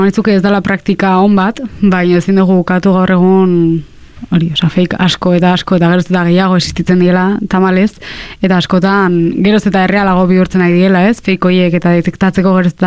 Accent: Lazkao, Basque Country, Spain; now in Beasain, Spain; Lazkaon jaio nintzen, Beasainen bizi naiz, baina Lazkaotarra naiz izatez.

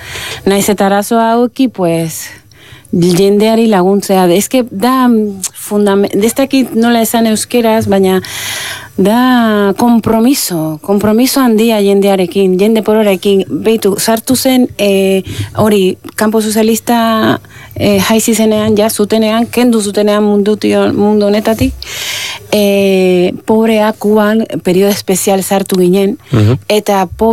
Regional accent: Manzanillo, Granma, Cuba; Basque is a second language; moved away as an adult; also born or lived in Havana; now in Basque Country, Spain; ni jaio nintzen Manzanillo 1971

